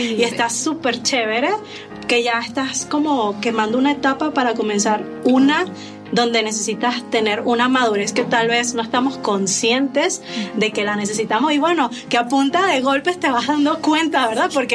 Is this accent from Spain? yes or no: no; Venezuela; moved away as an adult; now in Mexico